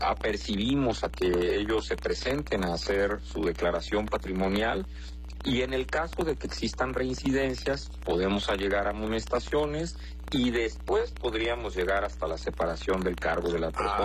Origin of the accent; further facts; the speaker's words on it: Veracruz, Mexico; now in Guerrero, Mexico; tenemos ya un tiempo estando aquí en Guerrero. Efectivamente, yo no soy originario de aquí, soy de Veracruz